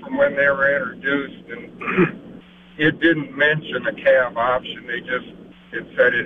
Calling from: Lawton, Iowa, United States; from Lawton, Iowa.

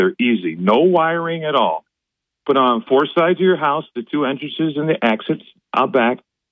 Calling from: Binghamton, New York, United States

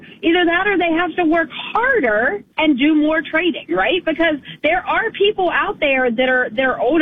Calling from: Moncks Corner, South Carolina, United States; I'm calling from Monk's Corner.

